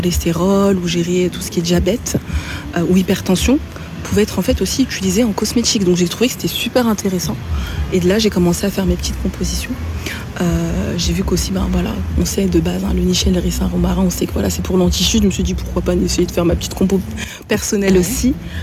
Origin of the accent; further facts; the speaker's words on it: Mali; moved away; dans mon pays d'origine, hein, le Mali.